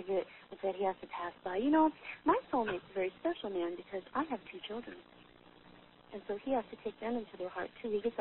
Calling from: Redding, California, United States

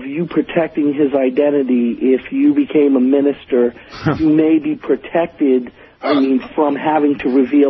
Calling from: San Jose, California, United States; I'm in San Jose, California.

